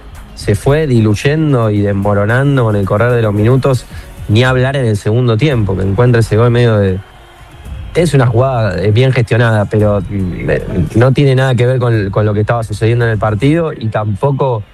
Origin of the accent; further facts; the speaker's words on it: Argentina; a nosotros como argentinos y por cómo somos, creo que nos encanta, ¿no?